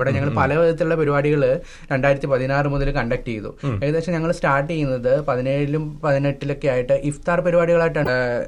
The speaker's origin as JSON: {"language": "Malayalam", "area": "Wayanad", "region": "Kerala", "country": "India", "said": "ഞാൻ വയനാട്."}